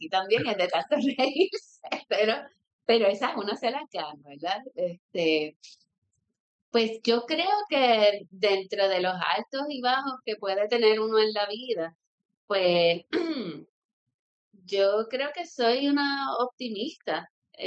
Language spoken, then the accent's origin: Spanish; Caguas, Puerto Rico; also born or lived in Humacao; yo me crié en Caguas, pero después como que me mudé y no hubo como, no sé cómo decirlo.